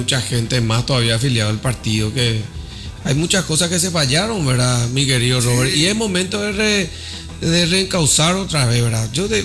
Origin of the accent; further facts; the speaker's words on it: Ciudad del Este, Alto Paraná, Paraguay; Nosotros somos paraguayos, esteños